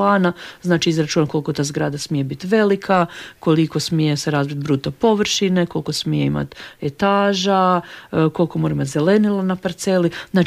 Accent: Pazin, Istria County, Croatia; ja sam inače iz Pazina

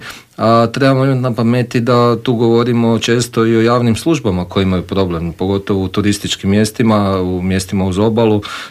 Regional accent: Croatia; kod nas u Hrvatskoj.

